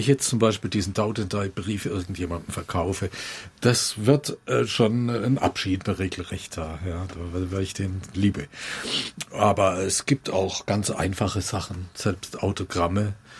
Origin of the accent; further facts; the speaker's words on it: Würzburg, Bavaria, Germany; ich bin Würzburger